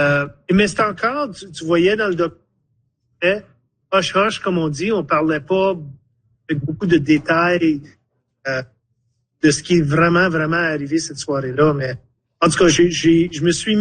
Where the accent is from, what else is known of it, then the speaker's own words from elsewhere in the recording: Ontario, Canada; Donc, en grandissant dans le Nord, mon père était camionneur. On passait souvent par le monument de Resource Siding qui est tout près là, entre Hearst.